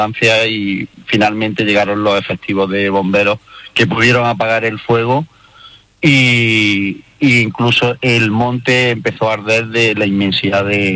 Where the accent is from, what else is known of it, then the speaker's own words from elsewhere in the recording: Loja, Andalusia, Spain; now in Almería, Spain; soy natural de Loja y resido actualmente en Almería.